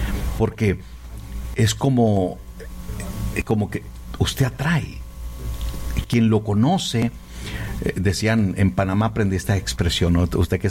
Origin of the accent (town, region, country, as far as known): Ciudad Juárez, Chihuahua, Mexico; born there